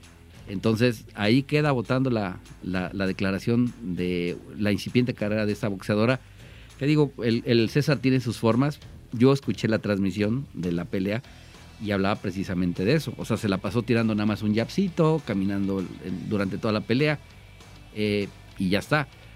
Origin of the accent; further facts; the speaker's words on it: Mexico; todo lo que somos como mexicanos